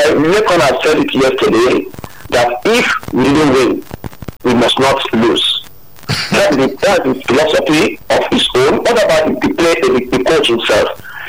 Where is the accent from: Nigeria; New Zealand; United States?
Nigeria; I'm a Nigerian.